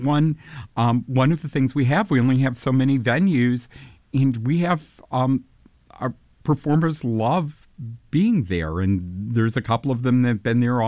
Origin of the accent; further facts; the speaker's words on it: Saginaw, Michigan, United States; I hope it's okay if I say something from my own life, but of course I grew up in Saginaw